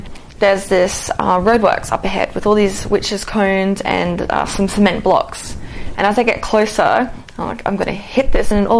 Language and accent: English; Brisbane, Queensland, Australia; I grew up in Brisbane, Australia.